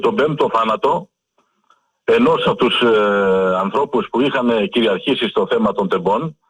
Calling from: Varkiza, Attica, Greece; είμαι από Βάρκιζα.

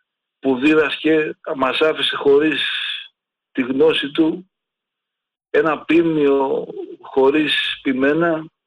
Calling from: Lefkada, Ionian Islands, Greece; Ακριβώς από τη Λευκάδα. Και εγώ Λευκαδιώτης είμαι.

